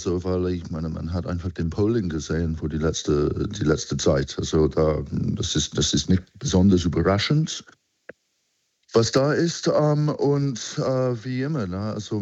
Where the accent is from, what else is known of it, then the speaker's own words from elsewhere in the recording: England, United Kingdom; German is a second language; moved away as an adult; now in Halle, Germany; Ich komme aus England, ich habe sehr viel in Deutschland gemacht, ich habe in sehr vielen verschiedenen anderen Ländern gearbeitet.